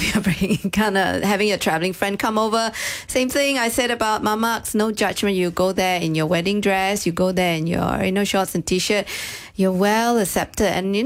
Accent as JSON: {"language": "English", "country": "Malaysia", "said": "being Malaysian"}